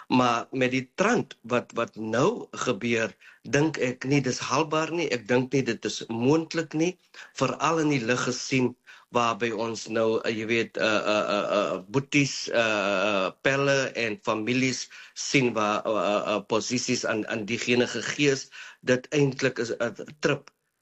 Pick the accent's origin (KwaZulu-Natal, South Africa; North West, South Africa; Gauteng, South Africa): North West, South Africa; North West Province; ek is van Noordwes provinsie.